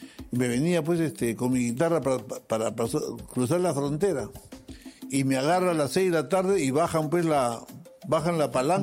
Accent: Peru; Pero jefe, yo soy cantante, soy peruano, vengo de un festival, mire, acá está mi trofeo.

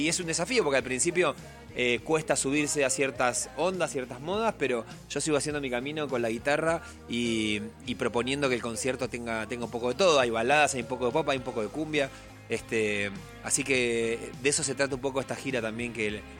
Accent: Argentina

